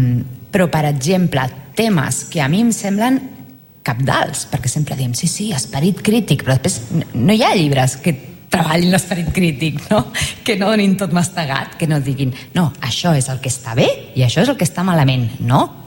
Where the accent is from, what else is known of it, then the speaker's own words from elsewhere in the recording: Santa Perpètua de Mogoda, Catalonia, Spain; Jo que sóc de Santa Perpètua de la Moguda, un poblet al costat de Sabadell